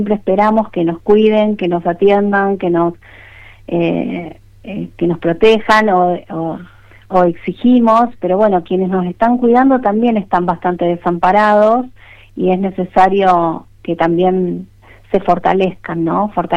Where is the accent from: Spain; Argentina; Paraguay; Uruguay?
Argentina; San Jorge, Santa Fe; Yo soy de San Jorge, estoy a 200 kilómetros de donde están ustedes